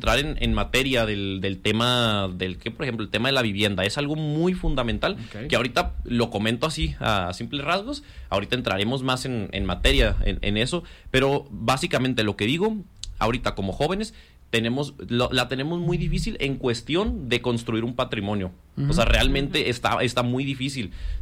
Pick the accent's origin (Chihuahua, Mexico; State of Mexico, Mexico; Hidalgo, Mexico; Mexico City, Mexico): Chihuahua, Mexico; Vicente Guerrero; Guerrero, que yo soy de Guerrero, originario de ahí.